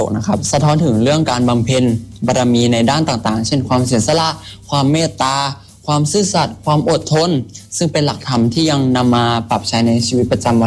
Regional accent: Chonburi, Thailand; เป็นคนชลบุรีตั้งแต่เด็ก

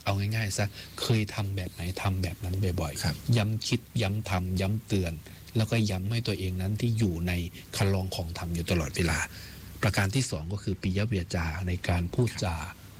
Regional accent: Isan, Thailand; แน่นอนเราเป็นลูกอีสานนะอาจารย์เนาะอาจารย์ก็เป็นลูกอีสาน

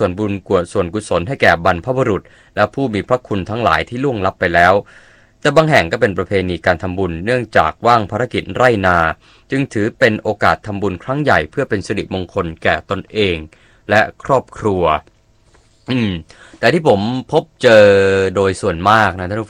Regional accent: Central Thailand, Thailand; แต่ผมเนี่ยในฐานะที่เป็นคนภาคกลางเราก็ได้ยินมานานนะประเพณีศาสตร์เดือน10ก็เห็นเพื่อนคนนั้นคนนี้ไปนะครับ

